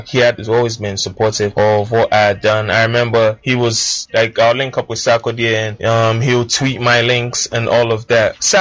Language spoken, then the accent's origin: English; Tema, Greater Accra, Ghana; Yeah, and I'm from Tema community 9